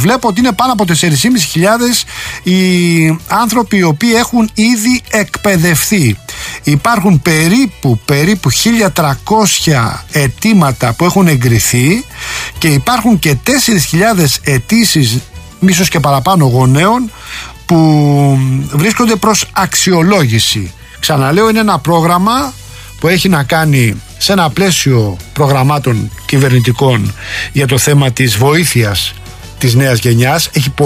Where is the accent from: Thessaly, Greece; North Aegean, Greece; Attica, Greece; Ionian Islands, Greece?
Attica, Greece; Rafina; εκεί στην πατρίδα μου, στο λιμάνι της Τραφίνας